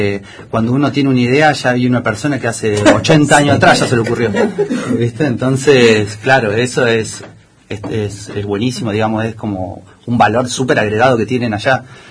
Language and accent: Spanish; Patagonia, Argentina; born there; moved away; also born or lived in Córdoba, Argentina; Uno siempre va con los ojos de la Patagonia, porque soy patagónico